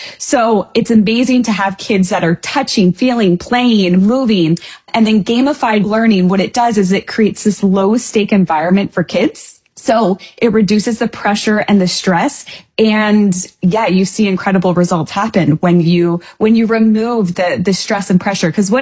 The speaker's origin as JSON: {"language": "English", "country": "Canada", "moved": "yes", "said": "I'm Canadian. I'm an Ontario trained teacher."}